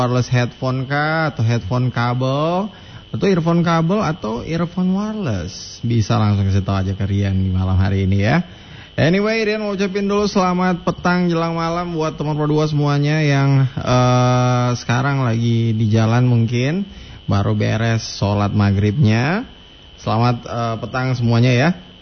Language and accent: Indonesian; Gorontalo, Indonesia; kita sebagai orang Gorontalo